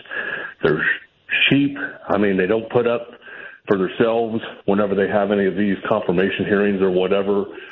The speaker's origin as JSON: {"language": "English", "region": "Ohio", "country": "United States", "said": "Shame to say I'm from Ohio, but I had to just get this off my chest."}